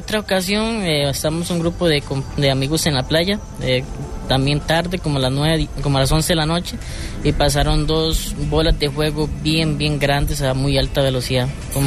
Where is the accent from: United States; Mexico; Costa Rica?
Costa Rica; Quepos, Puntarenas; moved away; Yo acá tengo como unos 19 años que llegué a esta zona. Soy de Quepos, normal, siempre ha sido de costa. Estoy aquí hace como unos 16 años